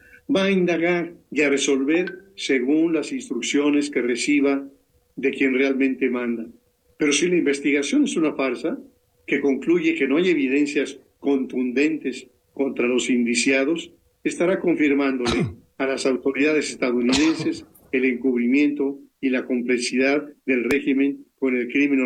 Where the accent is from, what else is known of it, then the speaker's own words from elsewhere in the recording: Mexico; como mexicano es muy irritante escuchar